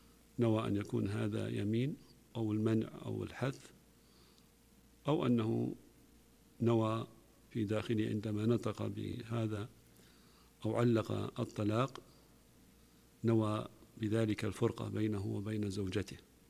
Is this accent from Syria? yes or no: no; Saudi Arabia; عندنا في المملكة العربية السعودية